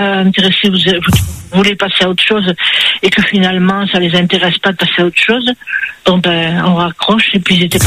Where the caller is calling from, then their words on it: Toulouse, Occitanie, France; Autour de chez moi, à Toulouse